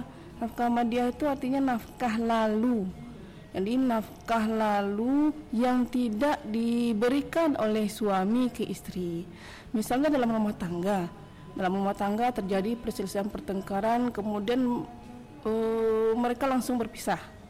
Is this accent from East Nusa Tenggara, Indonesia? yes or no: no; Bukittinggi, West Sumatra, Indonesia; also born or lived in Pariaman / Pasaman Barat; now in Painan, Indonesia; Aslinya orang Bukit Tinggi.